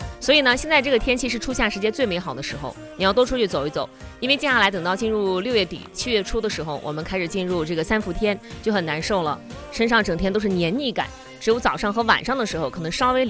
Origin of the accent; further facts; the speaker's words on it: Shandong, China; 意味着我们山东人的出行目的地开始选择北上了。